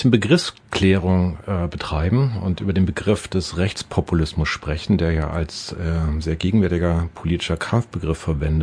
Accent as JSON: {"language": "German", "town": "Halle", "region": "Saxony-Anhalt", "country": "Germany", "said": "Als Hallenser sagt man Elite."}